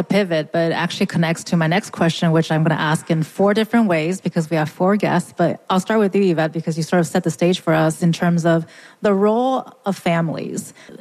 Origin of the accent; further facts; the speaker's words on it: California, United States; moved away as an adult; also born or lived in New Jersey; I'm originally from California. And when my husband and I moved to the East Coast, we were in New Jersey first.